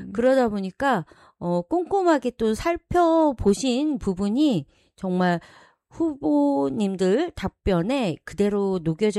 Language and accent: Korean; North Jeolla, South Korea; 우리는 전북에서 태어나서 전북에서 지금 생활을 하고 있잖아요.